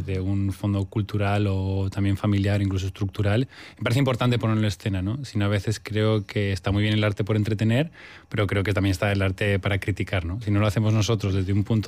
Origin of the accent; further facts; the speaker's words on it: Aragon, Spain; also born or lived in Rif, Morocco; porque soy aragonés, marroquí, rifeño.